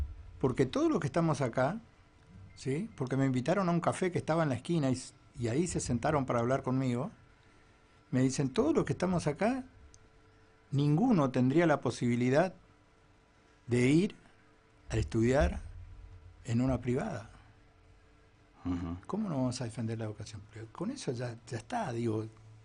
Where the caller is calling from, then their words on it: Formosa, Argentina; no soy de acá, soy de Formosa